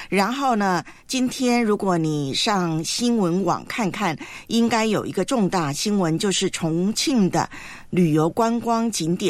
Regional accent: southern Taiwan, Taiwan; moved away; 的故乡呢，台湾的南部呢

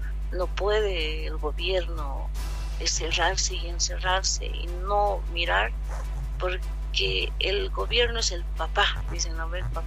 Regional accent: Bolivia; todos nosotros los bolivianos

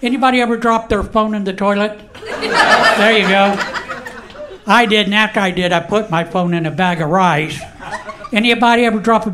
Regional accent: Houston, Texas, United States; I'm from Houston, Texas

